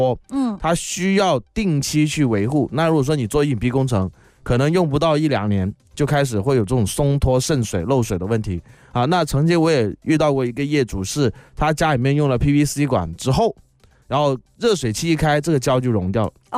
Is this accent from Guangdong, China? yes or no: yes; Guangdong, China; 就像我们广东话一个掰出来一个